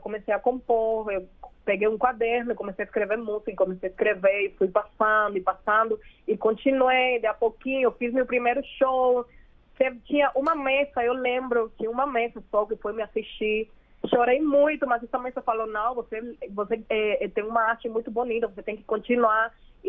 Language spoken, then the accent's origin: Portuguese; Cuba; moved away; não só como mulher cubana, senão como mulher latina.